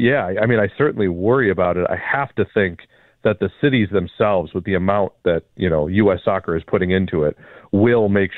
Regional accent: United States; we're American.

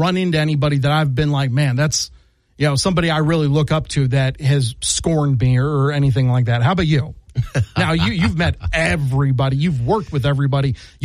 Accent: Ohio, United States; growing up in Northeast Ohio

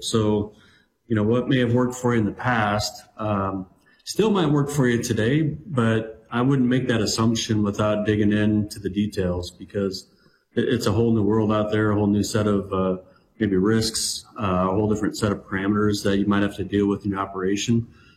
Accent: Iowa, United States; So I grew up in Central Iowa.

